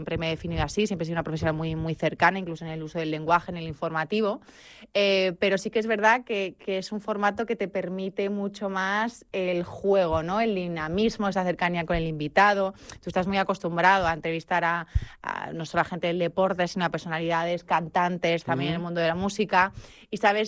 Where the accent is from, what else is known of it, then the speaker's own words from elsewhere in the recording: Andalusia, Spain; accent: Andalusian; La gente, o sea, muy de mi tierra, la gente de mi tierra con este acento andaluz maravilloso dice, niña, pero sonríe un poco, que no te ve los dientes.